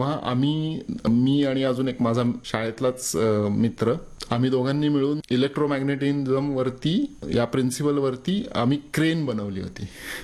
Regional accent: Pune, Maharashtra, India; moved away as an adult; also born or lived in Goa; मी मूळचा पुण्याचा आणि माझं शिक्षण BSc पर्यंत पुण्यात झालं.

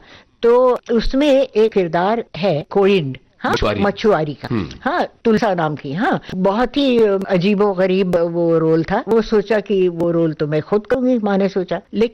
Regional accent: Pune, Maharashtra, India; also born or lived in Lucknow; हाँ पुणे आ गई, और नाना के पास, मतलब अपने पिता के पास, मेरे नाना अप्पा नाम कहते थे, और तब से मैं उनकी छत्र छाया में पली बड़ी।

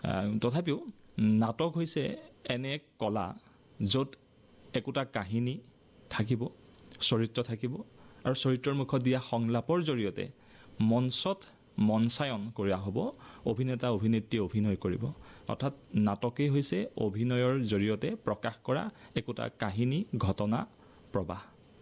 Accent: Nagaon, Assam, India; মই নগাঁৱৰ বাসিন্দা

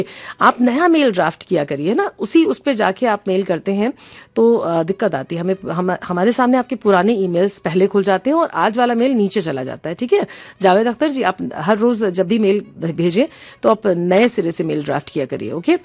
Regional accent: Lucknow, Uttar Pradesh, India; लेकिन भाई देखिए, ये जो चीजें होती हैं, हम लखनऊ से हैं

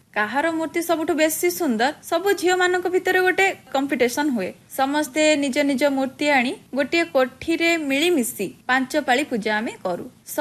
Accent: Kendrapara, Odisha, India; now in Tamando, India; ମୁଁ ଭୁବନେଶ୍ୱର ପାଖ ଟମାଣ୍ଡରେ ରୁହେ। ମୋର ନେଟିଭ ପ୍ଲେସ୍ ହେଉଛି କେନ୍ଦ୍ରାପଡ଼ା।

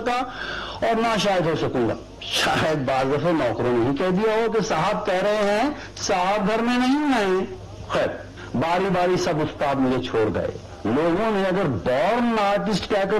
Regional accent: Jammu and Kashmir, India; born there; میں اپنے دیش کے اسی خوبصورت علاقے میں پیدا ہوا تھا۔ میں کشمیر پنڈت برادری سے تعلق رکھتا ہوں۔

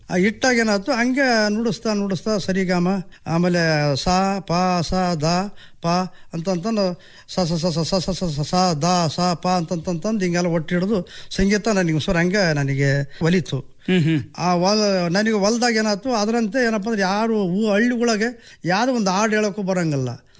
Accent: Nirthadi, Karnataka, India; ದಾವಣಗೆರೆ ಜಿಲ್ಲೆ, ಆನಗೋಡು ಹೋಬಳಿ, ಮಾಯಕೊಂಡ ಕ್ಷೇತ್ರ, ಆಮೇಲೆ ನೀರ್ತಡೆ ವಾಸವಾಗಿ ಸ್ಥಳೀಯಾಗಿ ಅದೀವ್ ಸಾಹೇಬ್ರೆ.

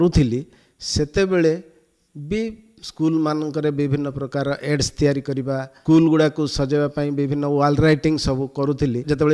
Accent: Odisha, India; ଛାତ୍ର ଜୀବନ ମୋର କଳାହାଣ୍ଡିର ଅନେକ ଗୁଡ଼ିଏ ଜାଗାରେ, ଯେହେତୁ ବାପା ପୋଲିସ ସର୍ଭିସ କରୁଥିଲେ ସେଥିପାଇଁ କଳାହାଣ୍ଡିର ଶିକରକୁପା, ନର୍ଲା, ପଲ୍ଲମ, କେସିଙ୍ଗା, ଧର୍ମଗଡ଼, ଭବାନୀପାଟଣା ଏଭଳି ଅନେକ ଜାଗାରେ ମୁଁ ପାଠ ପଢ଼ିଛି।

